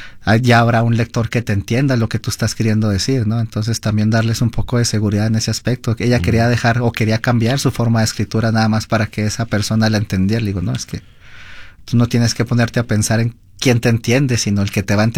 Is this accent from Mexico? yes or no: yes; Mexico; now in Utah, United States; yo soy mexicano